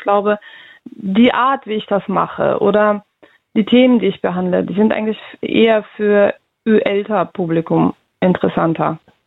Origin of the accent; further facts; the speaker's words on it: Russia; now in Germany; ich komme aus Russland